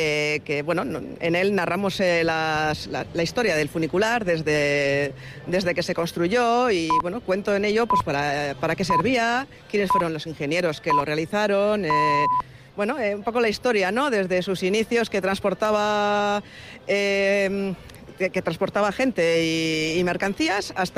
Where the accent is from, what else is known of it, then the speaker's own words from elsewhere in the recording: Basque Country, Spain; Y es mi funi, como digo yo, ¿no? Es mi pueblo